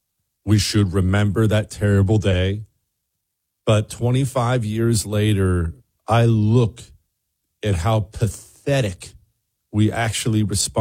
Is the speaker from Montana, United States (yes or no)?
yes; Bozeman, Montana, United States; My hometown is not what it was. It's not today what it was. Now, first of all, let's acknowledge this. Today, because Bozeman has changed, that doesn't change the fact that when I was there, it was a wonderful place to grow up, to be raised